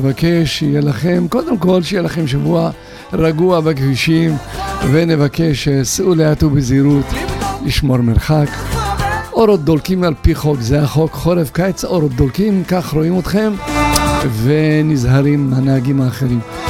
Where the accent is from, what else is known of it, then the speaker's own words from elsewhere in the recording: Kiryat Shmona, Northern District, Israel; moved away; אני לשעבר בן קריית שמונה